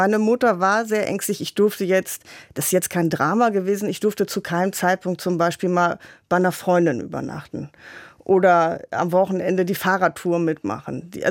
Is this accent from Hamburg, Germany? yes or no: yes; Hamburg, Germany; Ich bin aus Hamburg.